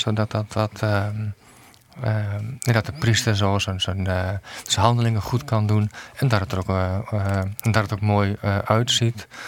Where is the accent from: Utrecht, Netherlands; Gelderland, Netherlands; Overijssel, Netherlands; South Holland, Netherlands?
Overijssel, Netherlands; Ik ben geboren en getogen in Twente. En dus mijn achternaam is ook echt typisch Twentse naam.